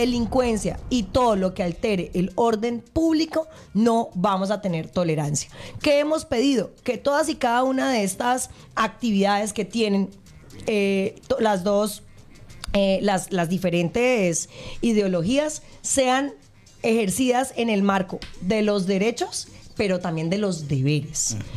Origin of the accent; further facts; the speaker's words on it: Cali, Valle del Cauca, Colombia; hicimos como caleños un esfuerzo financiero bastante alto